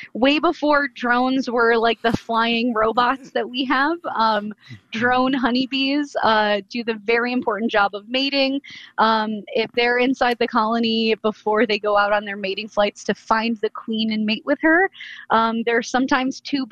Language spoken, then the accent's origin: English; New York, United States; born or raised there; moved away; also born or lived in Phoenix, Arizona